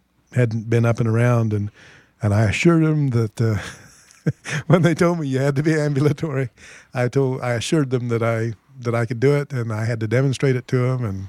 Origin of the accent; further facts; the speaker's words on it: United States; I was with a group of Vietnamese troops, and I was obviously saying, I'm the American, I control things, shoot me